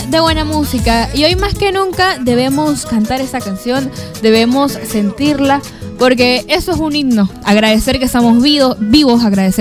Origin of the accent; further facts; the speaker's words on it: Venezuela; así que hoy más que nunca como venezolanos debemos que apoyarnos.